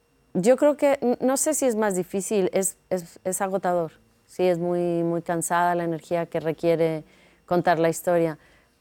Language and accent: Spanish; Mexico; siendo mexicana